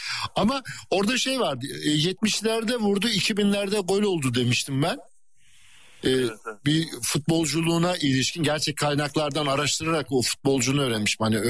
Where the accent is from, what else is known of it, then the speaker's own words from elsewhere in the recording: Çorum, Turkey; Tamam, Çorumluyum ama gönlüm Erok Spor'dan yana.